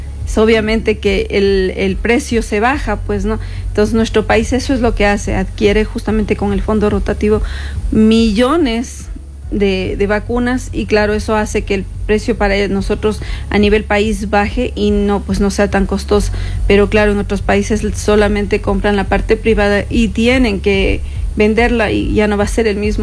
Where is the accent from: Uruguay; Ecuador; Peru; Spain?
Ecuador; Cotacachi, Imbabura; yo soy de Cotacachi